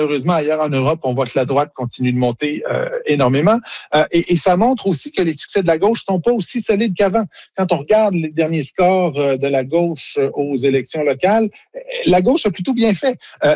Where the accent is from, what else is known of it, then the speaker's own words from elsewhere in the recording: Canada; now in United Kingdom; chez nous au Canada